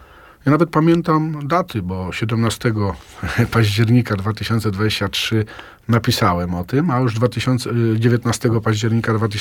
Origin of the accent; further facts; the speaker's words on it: Aleksandrów Łódzki, Łódź Voivodeship, Poland; Ja Ozorków, ale tymczasowo, że tak powiem, służbowo, bo ogólnie zawsze byłem, jestem i będę z Aleksandrowa Łódzkiego.